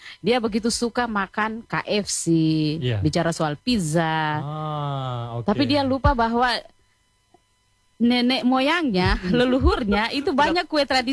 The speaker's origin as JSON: {"language": "Indonesian", "region": "Southeast Sulawesi", "country": "Indonesia", "said": "cucur itu sebenarnya bagian dari identitas kita sebagai orang Muna, entah orang Buton"}